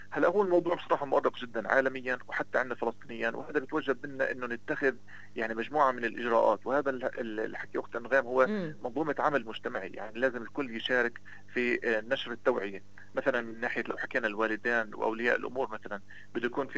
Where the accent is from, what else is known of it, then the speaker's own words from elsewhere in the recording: Hebron, West Bank, Palestine; عندنا في الخليل